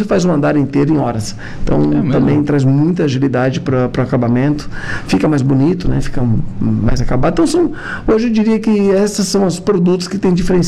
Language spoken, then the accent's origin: Portuguese; Florianópolis, Santa Catarina, Brazil; Isso me chocou bastante, porque eu venho de uma cidade, eu venho de Florianópolis, é uma cidade que tem como foco principal o turismo, então ela tem uma visão diferente.